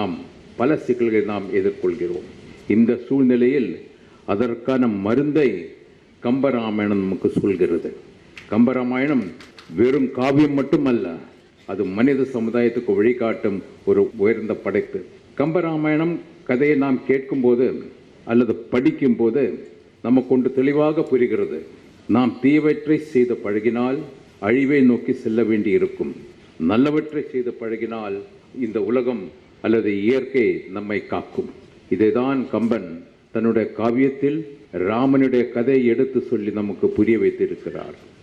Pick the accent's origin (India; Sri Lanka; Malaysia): India; Tamil Nadu; now in Puducherry, India; நான் தமிழ்நாட்டில் படித்து வளர்ந்தவன்